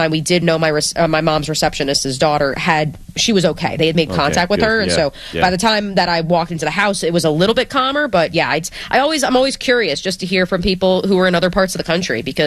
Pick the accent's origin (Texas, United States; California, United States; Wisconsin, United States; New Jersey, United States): New Jersey, United States; I'm always curious just because growing up in New Jersey, and I know … feels the same way, growing up in the tri-state area